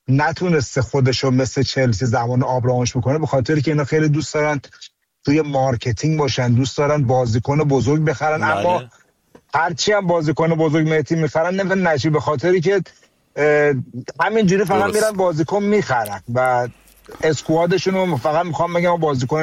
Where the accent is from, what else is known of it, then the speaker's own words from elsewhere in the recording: Iran; به عنوان یه ایرانی